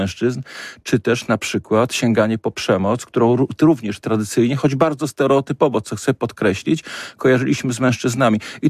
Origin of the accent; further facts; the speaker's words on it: Poznań, Greater Poland Voivodeship, Poland; ja jestem z Dolnego Łazarza.